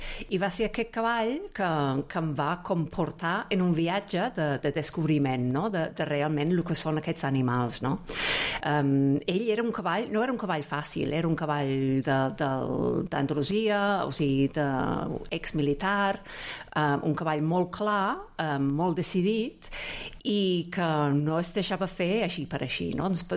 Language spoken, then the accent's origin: Catalan; England, United Kingdom; Catalan is a second language; now in Catalonia, Spain; soc anglesa